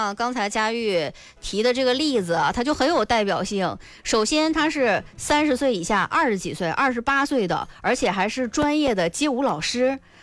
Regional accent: Northeast China, China; 用我们东北话说

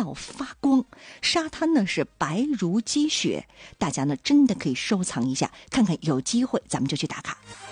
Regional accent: Dalian, Liaoning, China; born there; 我们尽管是在海边长大的，但是呢这个海岛的景色和我们还不太一样，和咱大连的景色不太一样。

